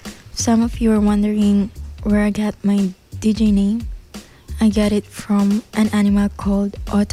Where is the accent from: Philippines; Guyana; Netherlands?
Philippines; Ilocos Norte; A little information, I'm from the Philippines, Ilocos Norte.